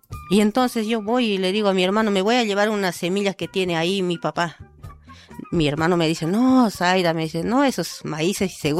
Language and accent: Spanish; Bolivia; now in La Plata, Argentina; yo soy boliviana, entonces cuando viajo a Bolivia siempre traigo alguna semilla que otra, traigo para la Argentina.